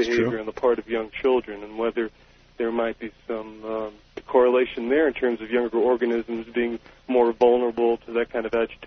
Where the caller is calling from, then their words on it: Ashland, Oregon, United States; in Ashland, Oregon.